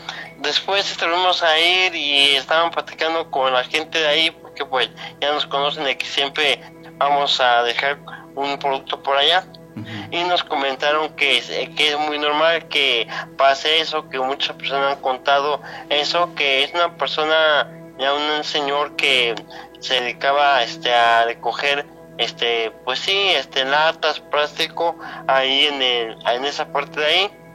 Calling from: Naucalpan, State of Mexico, Mexico; Aquí en la Ciudad de México, en Naucalpan.

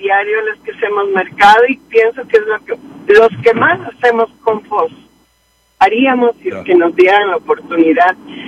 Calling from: Aurora, Colorado, United States; Aurora es una ciudad inmensamente grande, hermosa, donde hay una diversidad increíble

